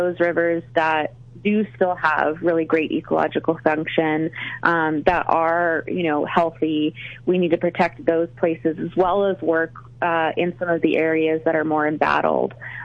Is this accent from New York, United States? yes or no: no; El Paso, Texas, United States; also born or lived in Southern New Mexico; You know, I am actually from the El Paso, Southern New Mexico area myself, and growing up in that region is what brought me to this work.